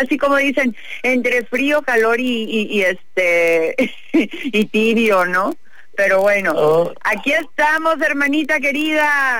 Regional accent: Mexico; mi equipo de mi casa, de donde yo vivo, de donde yo soy, de donde yo pertenezco.

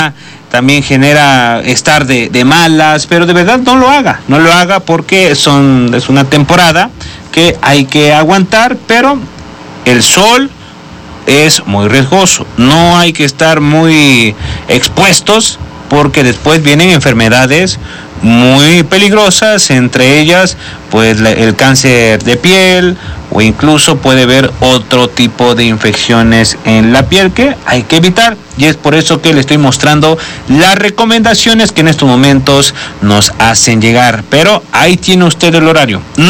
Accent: Puebla, Mexico; Su servidor le he dicho muchas veces que soy de la Mixteca Poblana.

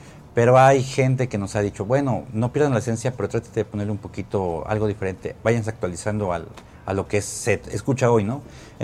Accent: Mexico; somos mexicanos orgullosos y miren, aquí estamos.

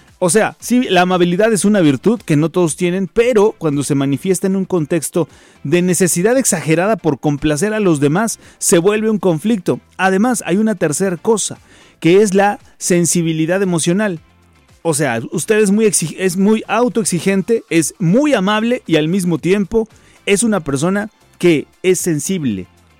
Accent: Mexico

